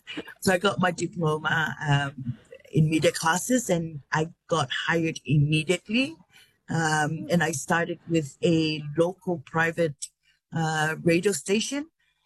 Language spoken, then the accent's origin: English; Tonga; Yes, I was born bred here in Tonga, and it's by law for everyone to start going to school at the ages of 5, and we start learning English and Tongan and maths throughout primary school